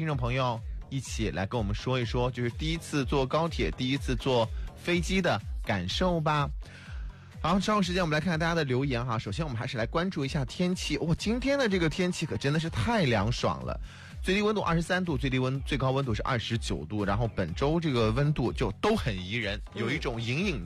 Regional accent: Bengbu, Anhui, China; 小时候因为我们家是铁路上的人嘛，然后就有非常多外地的亲朋好友要来咱们蚌埠坐火车

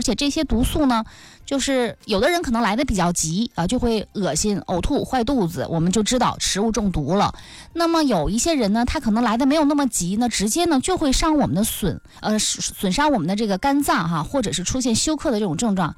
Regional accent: Northeast China, China; 我们东北人都爱吃点这种干货类的

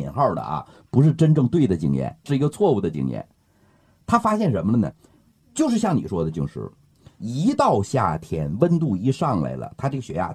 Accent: China; 我一个中国人得到国外才知道

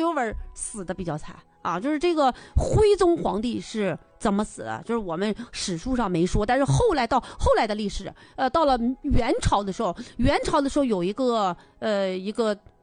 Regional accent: northern China, China; 我们就是北方人说的

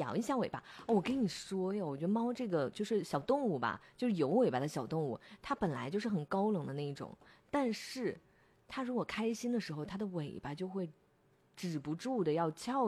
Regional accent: Henan, China; 我是河南人，河南的。

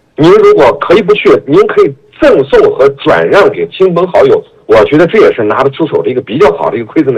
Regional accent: Xinjiang, China; 这二道桥文旅集团也是作为咱们本地二道桥大巴扎的这个非常用咱们新疆话说非常劳道的文旅企业

